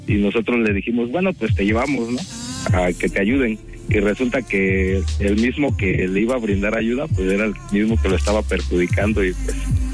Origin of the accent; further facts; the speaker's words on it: Chiapas, Mexico; now in Mitla, Mexico; Soy originario de Chiapas, pero me vine a trabajar acá y conocí unos amigos. Aparte, tengo familia aquí, entonces pues, me gustó el ambiente y ya me quedé.